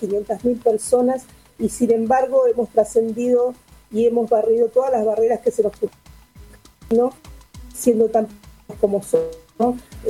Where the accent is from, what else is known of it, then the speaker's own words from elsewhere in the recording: Avellaneda, Buenos Aires Province, Argentina; born there; Soy una caboverdiana típica, pero nacida en Doc Sur, en Avellaneda, y soy de Racing.